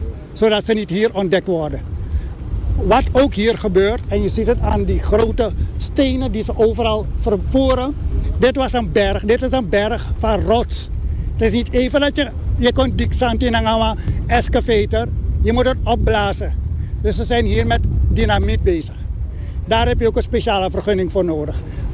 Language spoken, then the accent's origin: Dutch; Suriname; Dus ik denk dat wij als Surinamers heel bold kunnen worden.